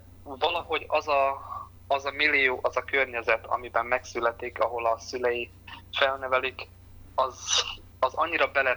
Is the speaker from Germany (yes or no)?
no; Berehove, Zakarpattia Oblast, Ukraine; Igen, hát én egy nagyon szép kis polgári városban születtem, az egykori történelmi Magyarország Bereg vármegyéhez tartozott. Beregszász városa egy nagyon nagy múltú város